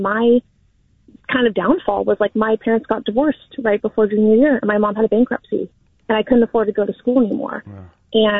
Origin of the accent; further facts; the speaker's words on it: Martinez, California, United States; Like I grew up in Martinez. I see the quote unquote kind of suburban normal life. Like we were working class family kind